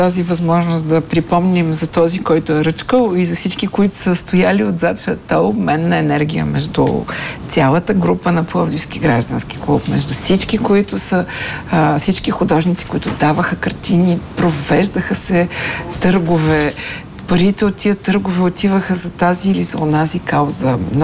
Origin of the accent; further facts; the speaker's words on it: Plovdiv, Plovdiv Province, Bulgaria; като една пловдивчанка ще кажа